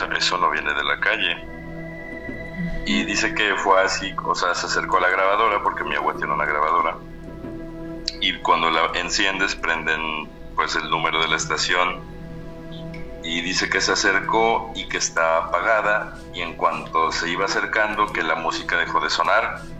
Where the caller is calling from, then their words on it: Xalapa, Veracruz, Mexico; Desde Jalapa, Veracruz